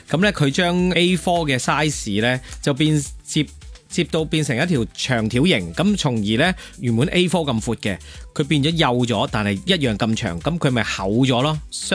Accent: Hong Kong

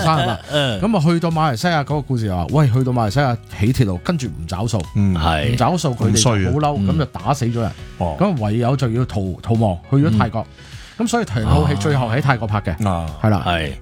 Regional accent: Hong Kong; 我哋香港人。即系阿爷嗰代好多都系咁嘅情况啦，游水落嚟啊嘛

